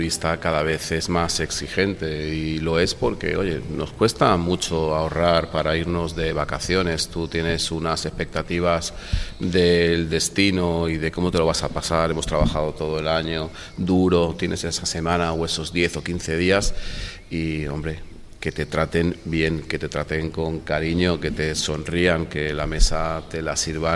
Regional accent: Benidorm, Valencian Community, Spain; now in Alfaz del Pi, Spain; yo soy nacido en Benidorm y me he criado en la playa de Benidorm y su arena.

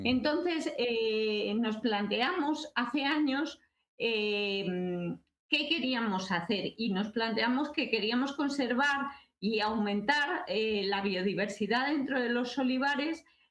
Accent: Guadalajara, Castilla-La Mancha, Spain; aquí en Castilla, porque nosotras somos de Guadalajara y somos de Castilla

